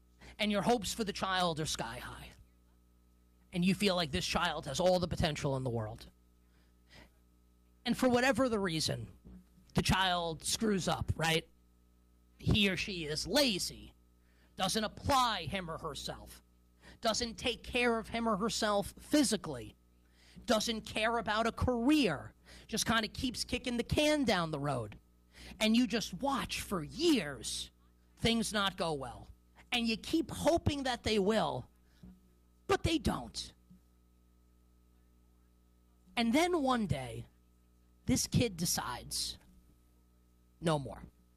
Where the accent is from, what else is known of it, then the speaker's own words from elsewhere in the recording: New York City, New York, United States; as a New Yorker, I absolutely love it.